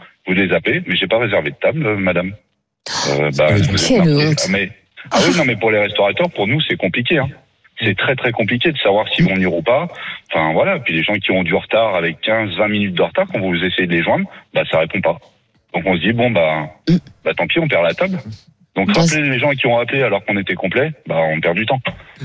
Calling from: Vienne, Auvergne-Rhône-Alpes, France; J'habite sur Vienne, mais je travaille sur Lyon, moi.

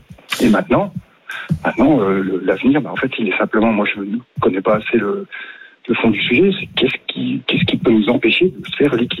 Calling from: Nevers, Bourgogne-Franche-Comté, France; J'habite à Nevers. Hein. Je ne sais même pas si quelqu'un situe Nevers sur la carte. Par rapport à Bordeaux, on est à 500 km.

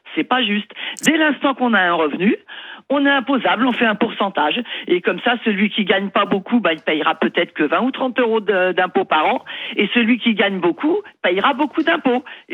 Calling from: Gouvernes, Île-de-France, France; Alors j'habite à Gouverne, ça dépend de... Je suis à 15 km du parc Disney

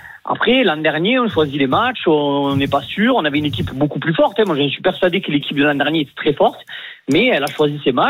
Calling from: Arles, Provence-Alpes-Côte d'Azur, France

